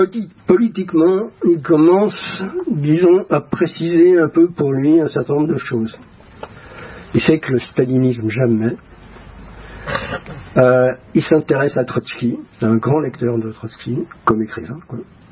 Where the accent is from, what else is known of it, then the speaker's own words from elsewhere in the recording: Paris, Île-de-France, France; born there; je suis né à Paris